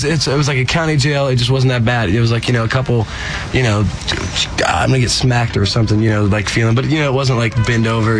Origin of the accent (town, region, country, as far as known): Florida, United States